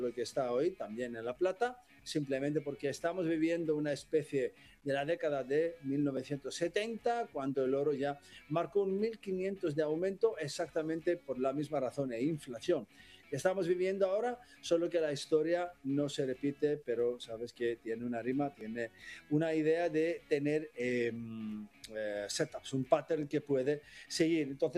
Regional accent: Greece; Spanish is a second language; yo soy griego, ya sé muy bien de deuda

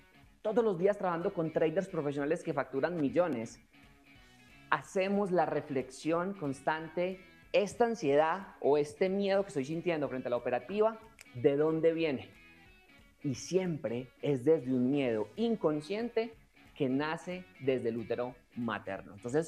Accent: Colombia; vengo de Colombia, bueno, que mi acento me revela, vengo de Colombia de un contexto de mucha violencia.

